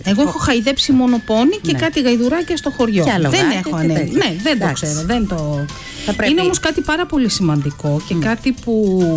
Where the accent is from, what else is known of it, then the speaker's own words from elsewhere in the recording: Athens, Attica, Greece; και εγώ που μεγάλωσα στην Αθήνα, αλλά οι γονείς μου είναι από επαρχία